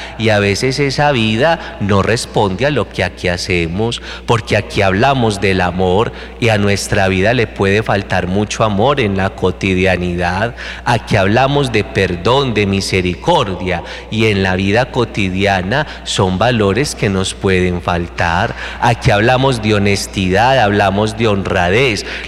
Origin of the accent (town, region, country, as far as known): Antioquia, Colombia